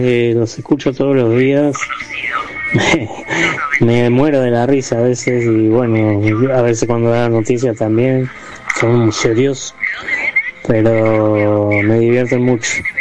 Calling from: Casanova, Buenos Aires Province, Argentina; de Casanova.

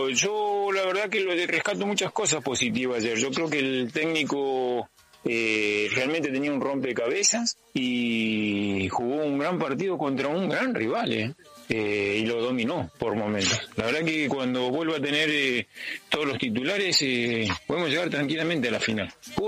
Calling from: La Paternal, Buenos Aires, Argentina; de La Paternal

